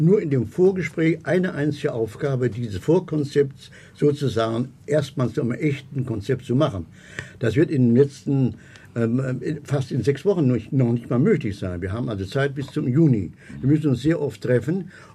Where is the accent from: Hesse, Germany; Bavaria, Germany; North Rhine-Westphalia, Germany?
Hesse, Germany; Kassel; born there; aus der kleinen Stadt Kassel, wo ich geboren bin und zurück musste und das getan habe